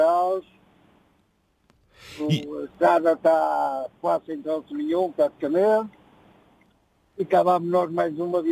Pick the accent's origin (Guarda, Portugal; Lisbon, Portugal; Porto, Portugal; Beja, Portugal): Porto, Portugal; Vila Nova de Gaia; Eu sou de Vila Nova de Gaia, Porto.